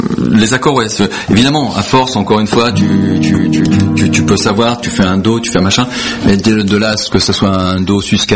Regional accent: Portugal; qui n'est pas du tout moi je suis portugais, et Philippe, Philippe, c'est en Espagne

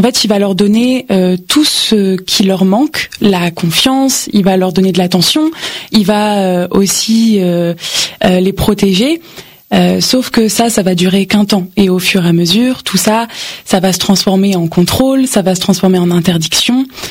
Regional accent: Lille, Hauts-de-France, France; moved away; dans le Nord, dans ma région natale.

